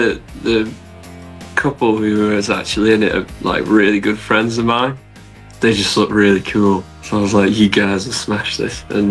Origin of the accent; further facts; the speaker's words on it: Macclesfield, North West England, United Kingdom; I mean, we grew up outside of Manchester, so it's like this tiny little town called Macclesfield.